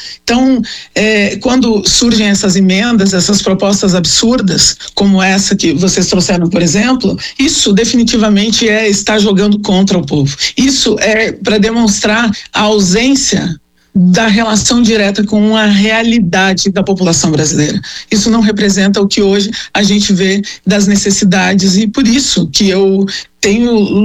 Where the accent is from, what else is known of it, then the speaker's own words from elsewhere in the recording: Porto Alegre, Rio Grande do Sul, Brazil; Eu sou uma figura que eu me criei eu cresci numa ocupação aqui em Porto Alegre, numa comunidade.